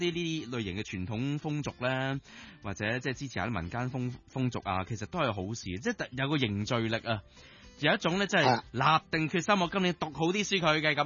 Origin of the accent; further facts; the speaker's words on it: Hong Kong; 即係其實我哋香港人嘅話